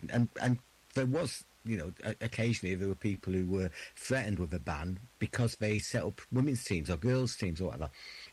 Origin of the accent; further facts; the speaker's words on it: Hyde, North West England, United Kingdom; So I when I grew up, I lived on Hattersley. I spent the first sort of 18 years of my life living in Hattersley.